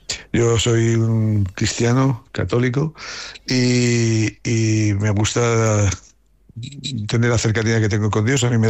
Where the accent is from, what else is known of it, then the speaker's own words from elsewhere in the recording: Haro, La Rioja, Spain; soy un auténtico privilegiado, Manolo, porque yo me he sentido siempre y me siento muy querido en mi pueblo. Mi pueblo, que la alcaldesa cuando me oye hablar así se enfada porque dice … que Aro es una ciudad.